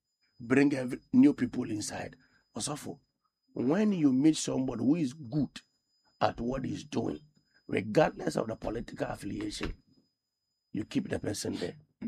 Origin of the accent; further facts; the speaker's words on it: Ghana; I was disappointed as a Ghanaian because it is not a local event.